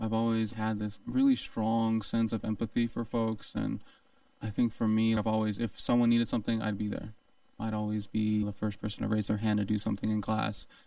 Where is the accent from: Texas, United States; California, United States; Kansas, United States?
California, United States; Modesto; Yeah, born and raised in Modesto. Born downtown. I was one of the last kids to be born downtown.